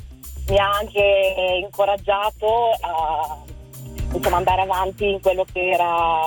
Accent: Visano, Lombardy, Italy; now in Lonato del Garda, Italy; Alla scuola dell'infanzia di Visano, il paese dove sono cresciuta

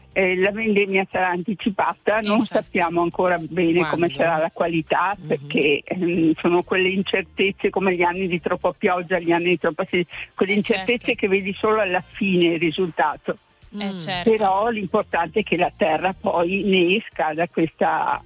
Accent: Valdobbiadene, Veneto, Italy; noi siamo di Val d'Abbiadene, quindi Alta Collina.

